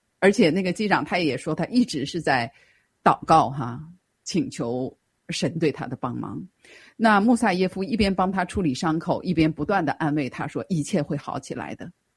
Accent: China

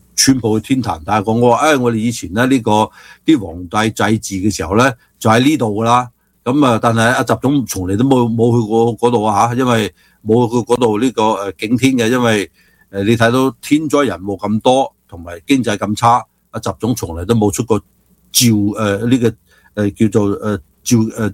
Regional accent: United States; 因为其实我作为美国人，我都唔好想要呢个大熊猫，

